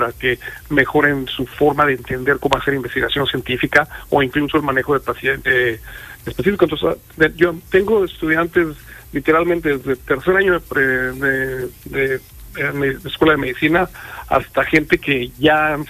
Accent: Mexico; moved away as an adult

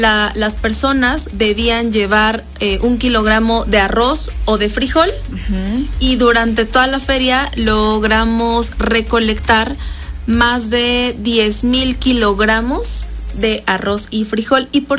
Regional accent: Puebla, Mexico; es el evento más importante que tenemos como poblanas y como poblanos

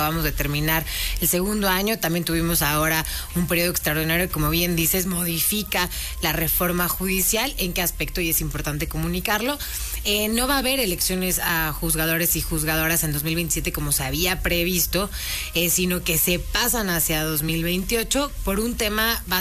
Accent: Puebla, Mexico; los mexicanos y las mexicanas queremos seguir respaldando la transformación

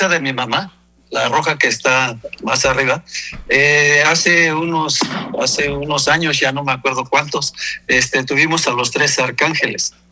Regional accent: Yosondúa, Oaxaca, Mexico; now in Mexico City, Mexico; yo vine en 1976 de Yosondúa. A radicar aquí a la Ciudad de México, pero pues llegué a Nesa primero.

